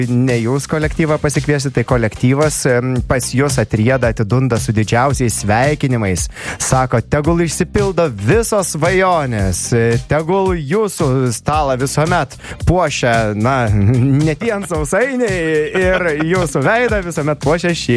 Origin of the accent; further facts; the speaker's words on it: Pivašiūnai, Alytus County, Lithuania; taip mes iš Alitaus abu krašto, aš iš Pivaišių